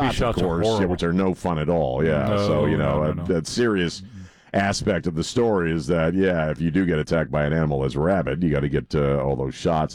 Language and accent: English; Maryland, United States; moved away; I'm from Maryland, but I've never been to Cunningham Falls State Park.